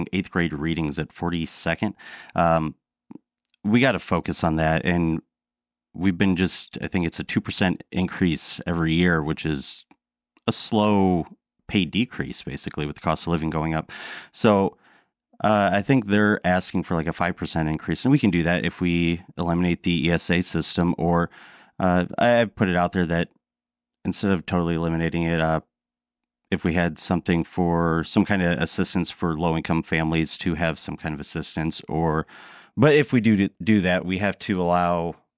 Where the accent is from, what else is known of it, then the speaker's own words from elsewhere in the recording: Davenport, Iowa, United States; running for House District 98, obviously. Born and raised in Davenport. Graduated from Davenport West, just grew up in the area, love the area, family in the area